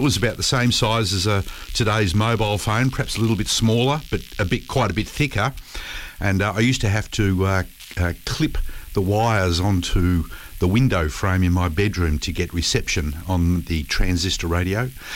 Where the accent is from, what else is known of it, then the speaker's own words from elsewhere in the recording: Melbourne, Victoria, Australia; I was born and bred in Melbourne